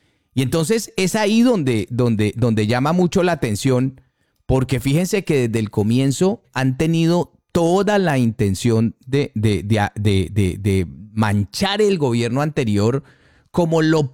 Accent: Argentina; ¿Cuándo se vio como en Argentina, por ejemplo, que amenazábamos no pagar la deuda externa porque el país estaba quebrado?

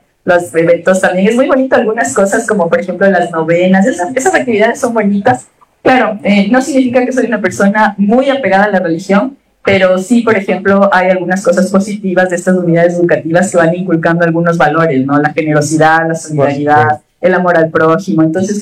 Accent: Ambato, Tungurahua, Ecuador; born there; puntualmente yo nací en Ambato, tengo esa dicha de haber nacido aquí. Creo que como toda ambateña

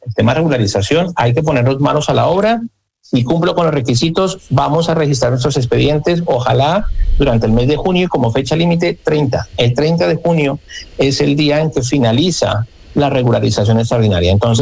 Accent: Colombia; now in Madrid, Spain; los que somos de origen colombiano

